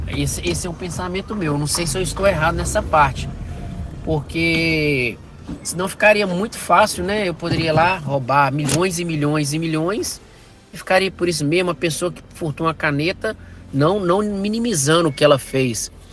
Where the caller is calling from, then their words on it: Governador Valadares, Minas Gerais, Brazil; sou aqui de Governador Valadares.